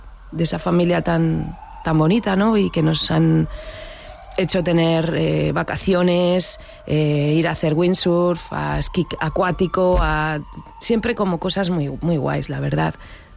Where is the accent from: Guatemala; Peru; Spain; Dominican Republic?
Spain; Segovia, Castile and León; also born or lived in Valles Pasiegos; now in Cantabria, Spain; Nací en Segovia y pues una infancia, la verdad, que la recuerdo bonita. Es una ciudad pequeñita, entonces es como todo está cerca.